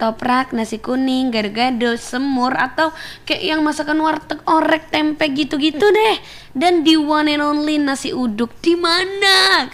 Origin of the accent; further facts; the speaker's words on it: Sumatra, Indonesia; moved away; aslinya orang Sumatera.